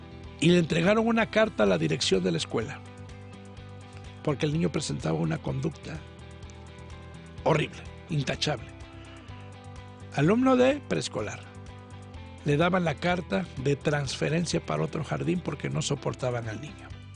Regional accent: Tuxtepec, Oaxaca, Mexico; Te lo digo así porque mira, allá en mi tierra, en Tuxtepec, Oaxaca, los niños a la edad de preescolar, mira, van al campo.

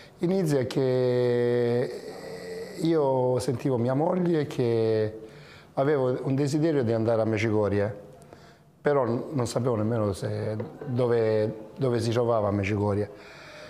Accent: Melissano, Apulia, Italy; Io vengo da Melissano in provincia di Lecce, nel Salento, nel Basso Salento, vicino Leuca, tra Gallipoli e Leuca.

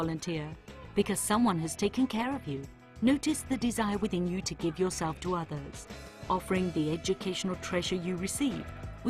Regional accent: Madrid, Community of Madrid, Spain; now in Ecuador; I'm Spanish from Madrid. I work with young children in difficulty in a center for minors. The situation isn't as dramatic, however, as here in Ecuador

